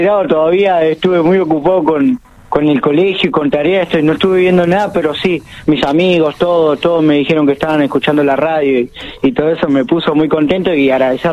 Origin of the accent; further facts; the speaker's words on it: El Cuadrado, Santiago del Estero, Argentina; somos de un barrio El Cuadrado, te aviso. Y yo, encima, yo nací en El Cuadrado, Santiago del Estero, así que imagínate cómo es la vida.